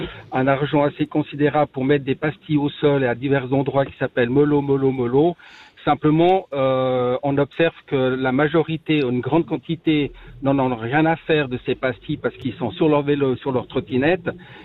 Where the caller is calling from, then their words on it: Lausanne, Vaud, Switzerland; Je suis de Lausanne.